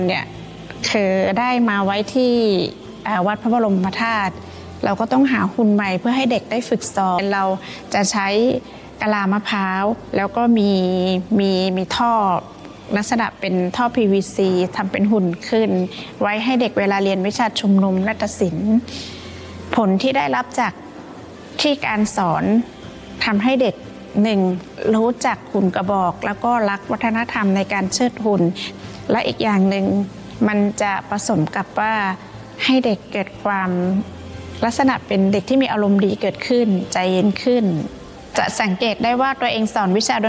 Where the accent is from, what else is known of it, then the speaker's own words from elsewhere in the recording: Tak, Thailand; ตัวเองคิดว่าเราเป็นคนตากอยู่แล้ว